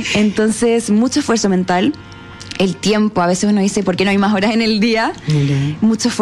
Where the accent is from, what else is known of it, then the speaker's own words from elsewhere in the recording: Viña del Mar, Valparaíso, Chile; moved away as an adult; Yo soy de Viña, pero me vine acá a estudiar en la universidad hace varios años y ya estoy viviendo aquí.